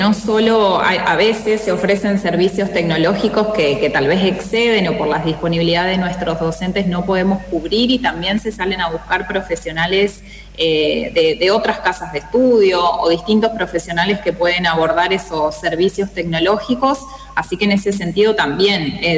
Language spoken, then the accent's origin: Spanish; Rafaela, Santa Fe, Argentina; Sí, yo soy de Rafaela, estudié en Rafaela, ahora estoy haciendo un doctorado en la UNR, pero sí, con el corazón aquí en la ciudad.